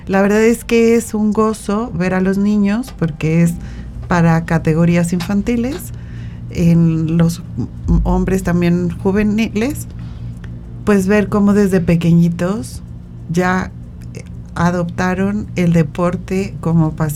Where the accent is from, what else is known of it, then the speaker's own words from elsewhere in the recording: San Luis Potosí, Mexico; Soy originaria de aquí de San Luis Potosí.